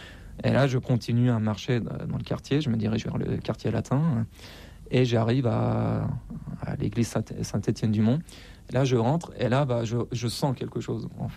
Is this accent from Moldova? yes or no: no; Iran; moved away; Sauf qu'entre-temps, quand j'ai quitté l'Iran, très vite, il y a eu le Covid. Moi, j'ai commencé mes activités médiatiques. En fait, je me suis retrouvé, sans m'en rendre compte, un peu exilé.